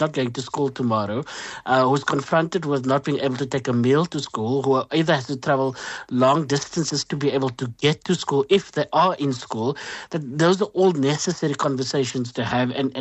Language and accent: English; Bonteheuwel, Western Cape, South Africa; you cannot treat me differently because I grew up in Bonteville, or because my skin is slightly browner than, somebody who lives in the shade of Table Mountain.